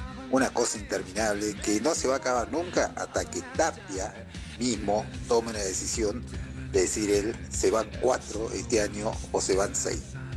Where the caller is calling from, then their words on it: Victoria, Entre Ríos, Argentina; de Victoria Entre Ríos llama.